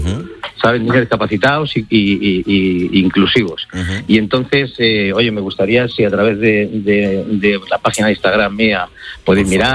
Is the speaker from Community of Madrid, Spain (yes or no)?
yes; Leganés, Community of Madrid, Spain; Soy de Leganés, de la zona sur, familia muy humilde, mi padre albañil